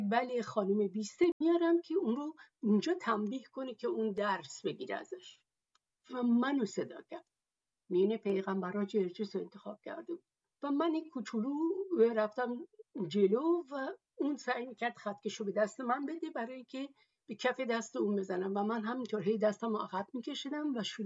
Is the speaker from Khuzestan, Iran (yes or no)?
no; Tehran, Tehran Province, Iran; born there; اما هر دوشون بعد از فرزند دومشون به تهران آمدن و من که فرزند پنجم اونا هستم، متاسفانه زبان ترکی رو با لهجه فارسی حرف میزنم.